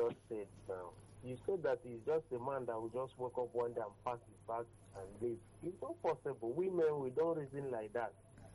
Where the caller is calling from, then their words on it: Lagos, Nigeria; Calling from Lagos.